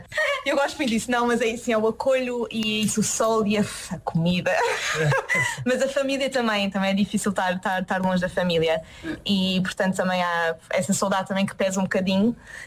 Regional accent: Lisbon, Portugal; moved away as an adult; Eu também sou de Lisboa e também fiz a minha formação em Lisboa até sair de Portugal, portanto sou bastante centrada lá em Lisboa.

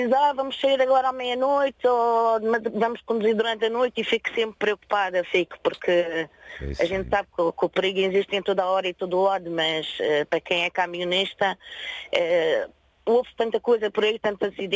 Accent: Porto Santo, Madeira, Portugal; Eu sou da Ilha do Porto Santo.

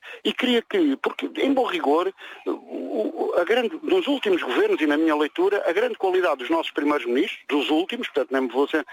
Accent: Portugal; porque para mim, enquanto português, é folclore

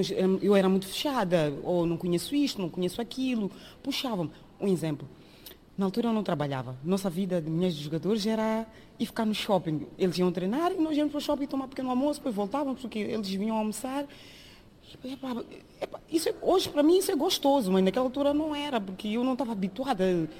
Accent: Maputo, Mozambique; moved away as an adult; now in Portugal; tenho 47 anos, sou de Moçambique, na cidade de Maputo, antigo Lourenço Marques. E há quantos anos estou aqui? Já estou há 24 anos, sim.

